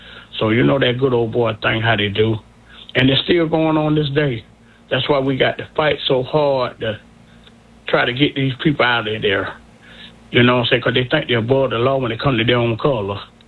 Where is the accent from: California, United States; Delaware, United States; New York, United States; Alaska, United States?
New York, United States; growing up in Brooklyn myself.